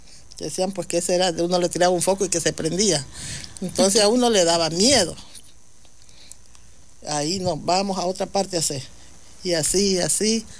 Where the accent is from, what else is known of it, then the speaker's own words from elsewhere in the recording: Esmeraldas, Ecuador; also born or lived in Santo Domingo, Ecuador; now in Lago Agrio, Ecuador; Nosotros vivíamos en Santo Domingo. Soy de Esmeralda, bien esmeraldeña, pero vivíamos en Santo Domingo.